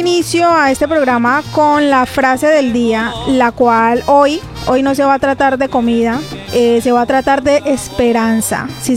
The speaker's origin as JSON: {"language": "Spanish", "country": "Colombia", "said": "Somos colombianos y tenemos sangre de guerreros."}